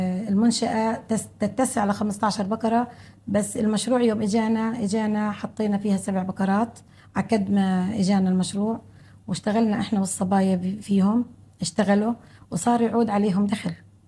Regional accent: Duma, West Bank, Palestine; دومة بلدي وقريتي

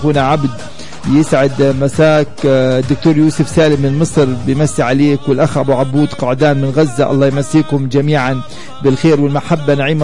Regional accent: Palestine; حياتنا كفلسطينيين

